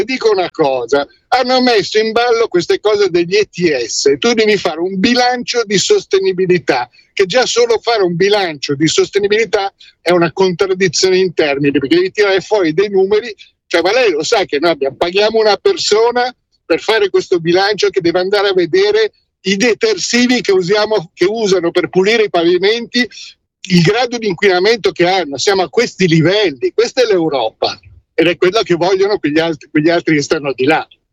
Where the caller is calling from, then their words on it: Milan, Lombardy, Italy; sono sempre io da Milano